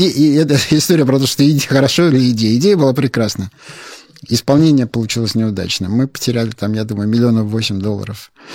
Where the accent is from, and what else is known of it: Saint Petersburg, Russia; now in Moscow, Russia